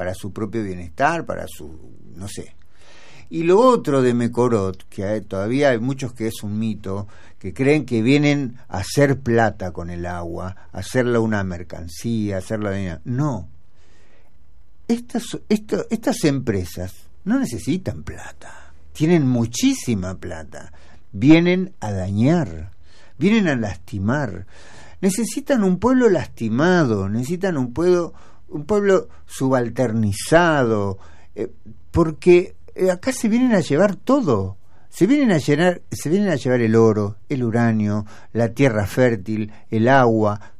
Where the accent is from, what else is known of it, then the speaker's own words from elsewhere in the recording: Villa Fiorito, Buenos Aires Province, Argentina; como somos de Fiorito.